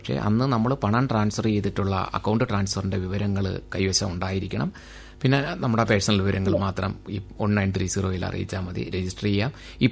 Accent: Kerala, India; നമ്മൾ പ്രത്യേകിച്ച് നമ്മൾ മലയാളികൾ

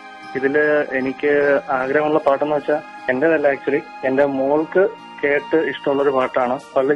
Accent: Thiruvananthapuram, Kerala, India; സ്വന്തം സ്ഥലവും ജനിച്ചു വളർന്നതും തിരുവനന്തപുരം തന്നെയാണ്. പക്ഷെ അത് കിംസ് ഹോസ്പിറ്റലിന് അടുത്തായിട്ടൊക്കെ വരാം.

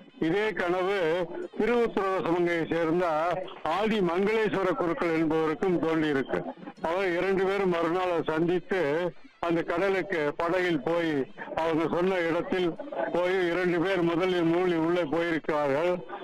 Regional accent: Thiruparankundram, Tamil Nadu, India; திருப்பரங்குன்றத்துல இருந்து வரேன்.

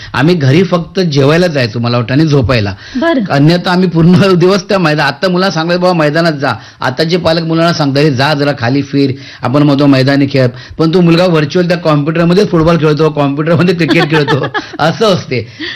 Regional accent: Mumbai, Maharashtra, India; मी ज्या भागात वाढलो, लालबाग परळ, मला माझ्या काकांनी 5 वर्षात असताना मुंबईला आणलं आणि त्यांनी माझ्या आयुष्याला आकार दिला.

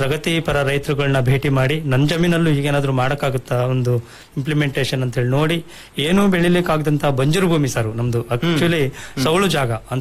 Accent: Panchanahalli, Karnataka, India; ಕಡೂರು ತಾಲೂಕು ಪಂಚನಹಳ್ಳಿ ಹೋಬಳಿ. ನಾನು ಮೂಲತಃ ರೈತ ಕುಟುಂಬದಿಂದ ಬಂದನು

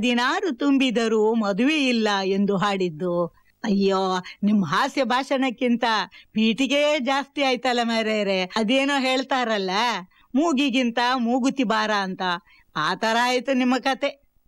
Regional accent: Kalasa, Karnataka, India; ಮಲೆನಾಡಿನ ಹಚ್ಚ ಹಸಿರು ಹೊತ್ತು ಕಂಗೊಳಿಸುತ್ತಿರುವ ಕಳಸದ ಹಳ್ಳಿ ನನ್ನ ಊರು.

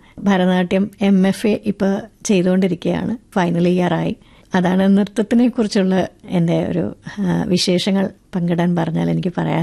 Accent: Kerala, India; born there; എന്റെ നാടും അതിനടുത്ത് തന്നെയാണ്.

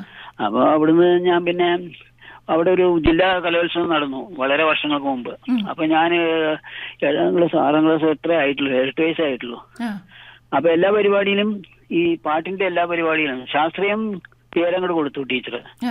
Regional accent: Palakkad, Kerala, India; കൽപ്പാത്തിയിലെ താമസം.

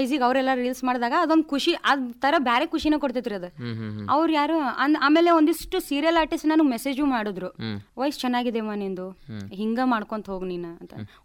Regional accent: Karnataka, India; ನಾವು ಉತ್ತರ ಕರ್ನಾಟಕದವರು ಅರ್ಧಕ್ಕರ್ಧ ಗುರುತಿಸ್ಕೊಂಡಿರೋದು ಜನಪದಿಂದ.

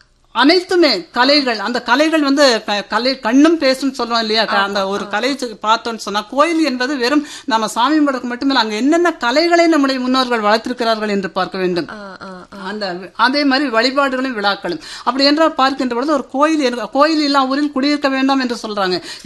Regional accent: Coimbatore district, Tamil Nadu, India; நான் கோவை மாவட்டத்தை சேர்ந்தவளே

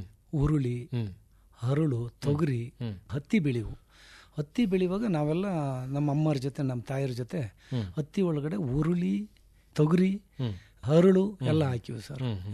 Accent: Maddur, Karnataka, India; Maddur sir.

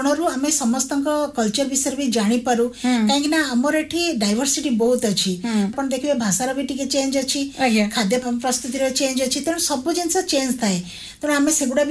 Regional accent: Cuttack, Odisha, India; ଆଉ ମୁଁ ଯେହେତୁ କଟକର ଝିଅ, କଟକରେ ଆମର ବାଦାମବାଡ଼ିରେ ଘର

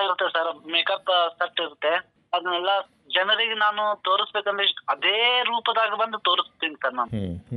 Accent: Bijapur, Karnataka, India; ನಾನು ಬಿಜಾಪುರದವನೇ ಇದ್ರು

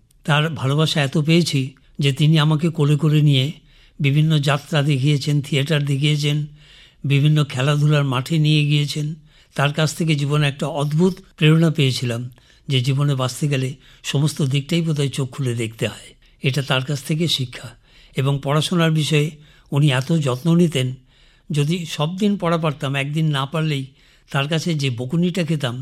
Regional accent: Siliguri, West Bengal, India; also born or lived in Dhunat, Sirajganj, Pabna, Bangladesh; শিলিগুড়িতেই প্রাথমিক শিক্ষা শুরু।

